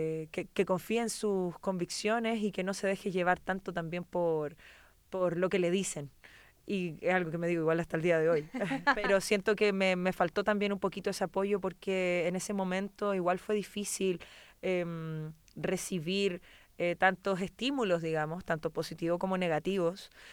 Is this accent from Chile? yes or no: yes; Chile; Nosotros también, como chilenos incluso, que no nacimos con este estilo.